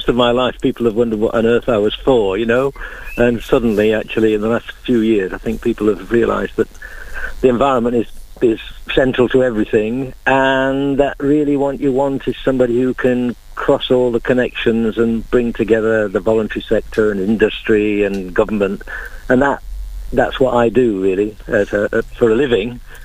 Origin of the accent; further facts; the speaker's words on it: Yorkshire and the Humber, United Kingdom; I grew up in South Yorkshire